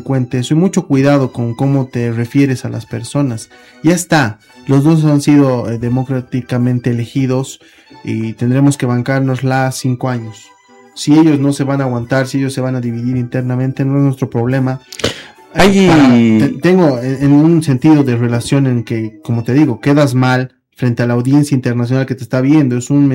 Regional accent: Bolivia; porque soy boliviano

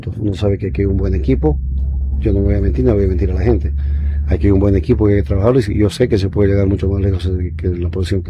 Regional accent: Cochabamba, Bolivia; mis padres que viven acá, mi familia, está cerca de mi tierra, Cochabamba

